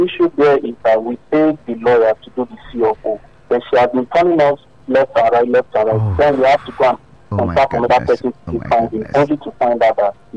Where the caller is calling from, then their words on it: Lagos, Nigeria; I'm calling from Lagos.